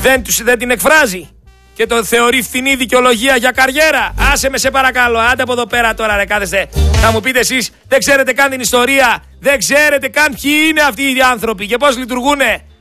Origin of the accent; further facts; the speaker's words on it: Macedonia, Greece; Εγώ είμαι Μακεδόνας και βγαίνω και λέω ότι είναι πολιτικός προδότης ο Τσίπρας